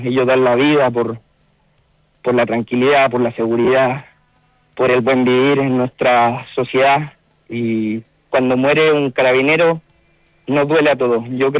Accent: Chile

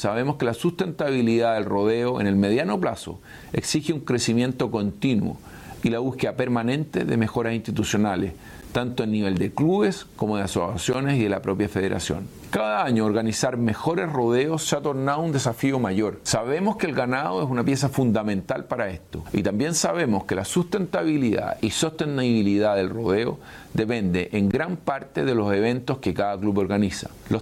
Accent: Chile; como chilenos y guasos

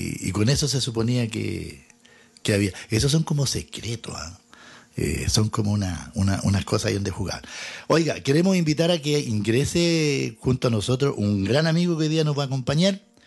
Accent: Chile

